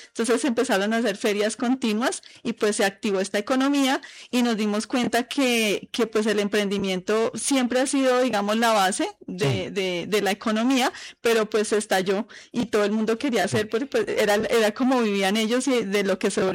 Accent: Usaquén, Bogotá, Colombia; ellos me buscaron porque soy productora y soy de Usaquén.

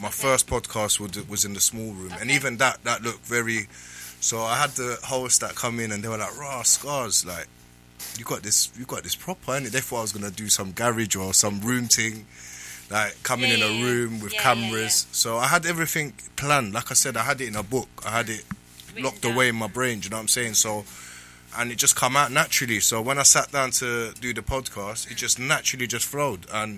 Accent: London, United Kingdom; also born or lived in North Cyprus; I grew up in Edmonton

